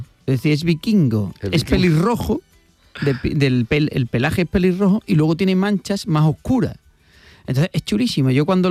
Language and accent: Spanish; Huelva, Andalusia, Spain; nosotros en Huelva